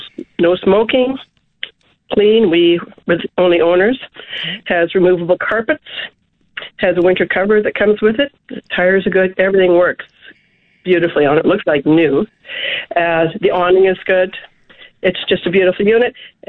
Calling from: Shaunavon, Saskatchewan, Canada; Hi, good morning. I'm calling from Shaunavon.

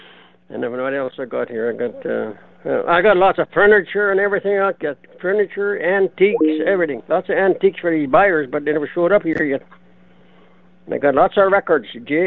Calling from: Manitoba, Canada; Yes, I'm calling from the sunny Interlake.

